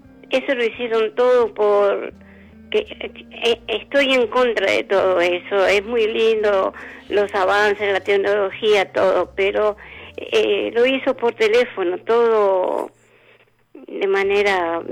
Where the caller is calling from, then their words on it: Longchamps, Buenos Aires, Argentina; vivo en Longyang.